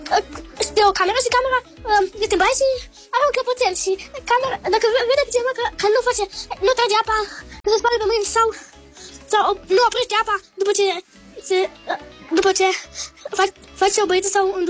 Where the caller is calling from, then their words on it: Cluj-Napoca, Cluj County, Romania; din Cluj-a Păca